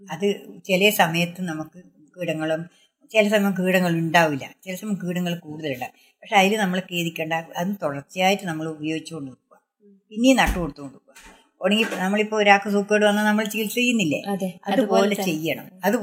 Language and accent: Malayalam; Aduvappuram, Kerala, India; അടുവാപ്പുറം, അടുവാപ്പുറം, മയിലി അല്ല, മലപ്പട്ടം.